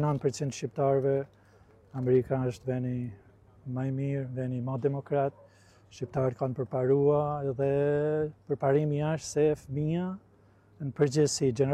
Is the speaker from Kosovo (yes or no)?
no; Hot, Shkodër County, Albania; moved away; Unë jam prej Malsis madhe, por jam prej Hotit.